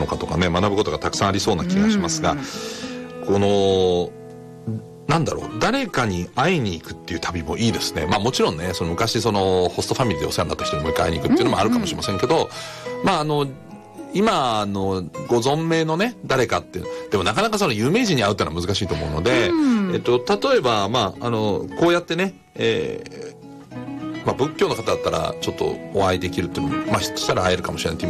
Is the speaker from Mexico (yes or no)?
no; Frankfurt, Hesse, Germany; moved away; 私が生まれ育ったフランクフルトにはね